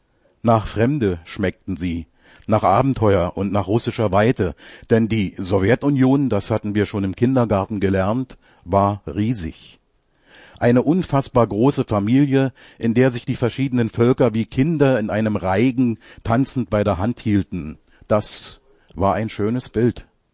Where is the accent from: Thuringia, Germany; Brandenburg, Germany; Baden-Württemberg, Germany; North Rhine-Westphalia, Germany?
Brandenburg, Germany; Frankfurt; Meine Heimatstadt Frankfurt-Oder, gelegen an der Grenze zur Volksrepublik Polen, war Garnisonsstadt